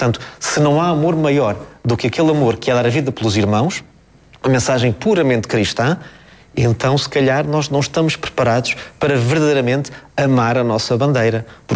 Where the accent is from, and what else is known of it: Portugal